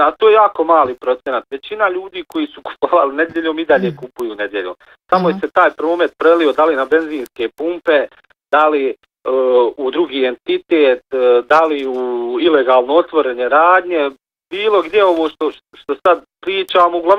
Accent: Kakanj, Federation of Bosnia and Herzegovina, Bosnia & Herzegovina; evo ja dolazim iz Kaknja i kod nas u Kaknju

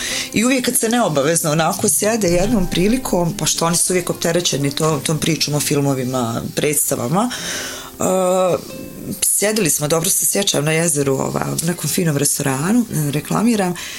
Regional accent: Maglaj, Federation of Bosnia and Herzegovina, Bosnia & Herzegovina; moved away as an adult; ja sam otišla iz Maglaja i onda će se dogoditi one magleske poplave koje su zapravo potopile cijeli grad

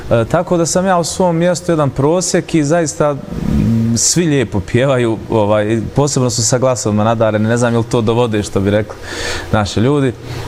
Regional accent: Mulići, Federation of Bosnia and Herzegovina, Bosnia & Herzegovina; Bitno navesti to da dolazim iz Mulića, mjesta gdje mjesto koje je rasadnik talenata, mogu tako da kažem

